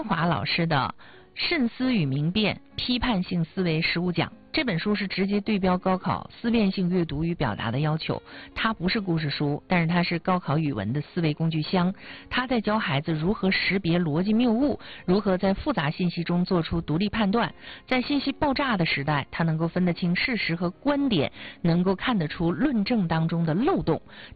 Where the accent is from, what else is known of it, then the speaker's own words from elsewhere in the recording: China; 我们中国人